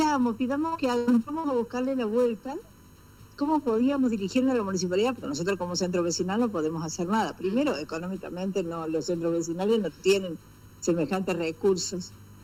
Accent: Villa Carlos Paz, Córdoba, Argentina; que somos de acá de Carlos Paz

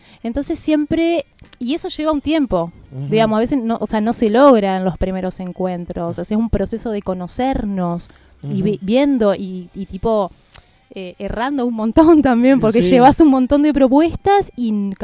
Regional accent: Paraná, Entre Ríos, Argentina; mi número telefónico es 343, porque yo vengo de Paraná, esa es la característica.

